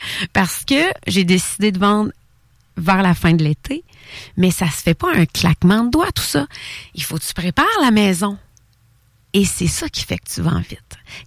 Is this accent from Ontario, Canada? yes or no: no; Thetford Mines, Quebec, Canada; dans mon quartier, un quartier à Thetford Mines, parce que c'est ma ville natale